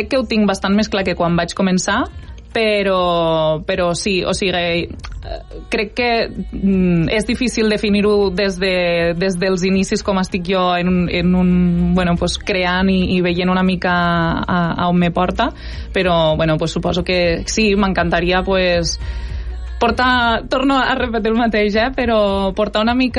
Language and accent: Catalan; Catalonia, Spain; pues sí, fugir de lo que jo com a ebrenca i acostumada als no referents que tenim